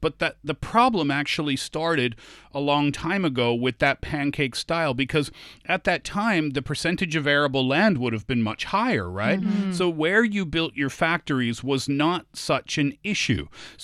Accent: Canada; I'm Canadian.

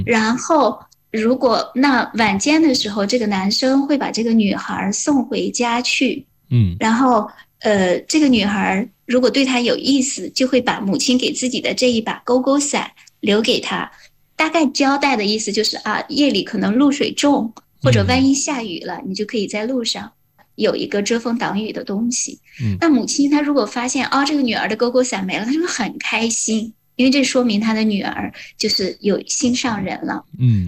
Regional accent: Fenghuang, Hunan, China; 比如凤凰，就是凤凰，你会看到我老家，从我的故乡写起。

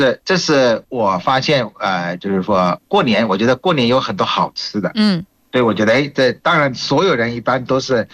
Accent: Bangladesh; 我是来自于孟加拉国的

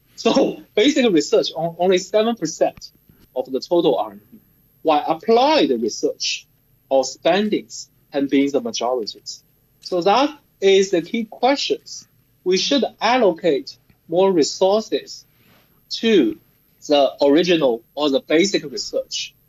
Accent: Ningbo, Zhejiang, China; I'm born in Ningbo. So actually, my hometown is full of this kind of manufacturing in this textile business.

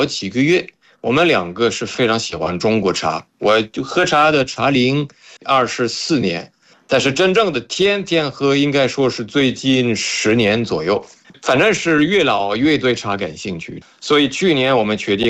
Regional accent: France; Chinese is a second language; 我是法国人，然后

